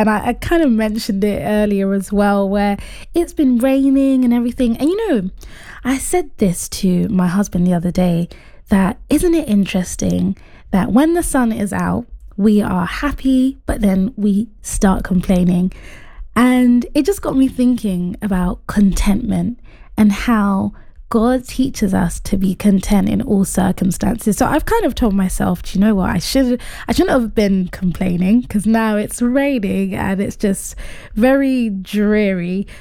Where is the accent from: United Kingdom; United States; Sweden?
United Kingdom; as British people, we do like talking about the weather.